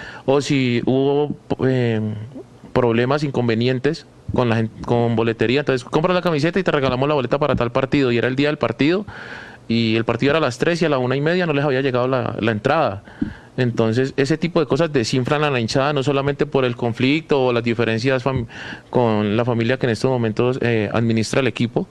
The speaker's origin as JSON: {"language": "Spanish", "town": "Cali", "region": "Valle del Cauca", "country": "Colombia", "moved": "as an adult", "lives_now": "Bogotá, Colombia", "said": "yo soy caleño también y hace 10 años me vine para Bogotá."}